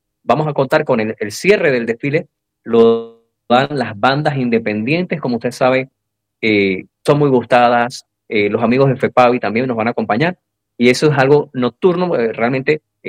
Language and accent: Spanish; Panama; nos une como panameños, crisol de razas, que siempre nos hemos sentido orgullosos de este punto de tránsito